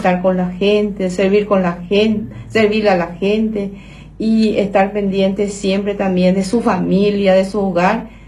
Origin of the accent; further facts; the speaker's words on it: Coronel Oviedo, Caaguazú, Paraguay; yo desde nací y crecí en Santa Lucía